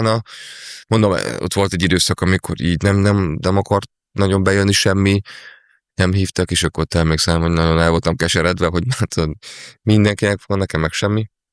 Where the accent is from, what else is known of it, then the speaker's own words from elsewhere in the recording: Pécs, Baranya, Hungary; moved away as an adult; now in Budapest, Hungary; ahol jártunk Pécsen iskolában, általános iskolában